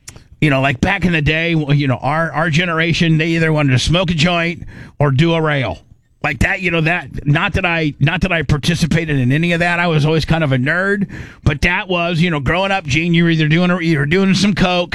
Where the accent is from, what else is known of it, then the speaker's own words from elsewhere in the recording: Indiana, United States; I was raised in Indiana